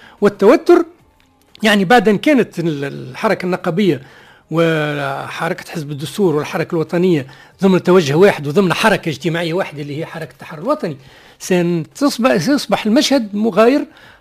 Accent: Tunisia; عندنا في تونس

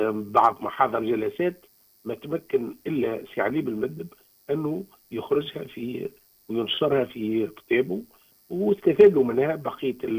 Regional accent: Gafsa Governorate, Tunisia; هذا دين تجاه المنطقة التي تربيت فيها وتولدت فيها وترعرعت فيها واستفدت منها وشغلت فيها

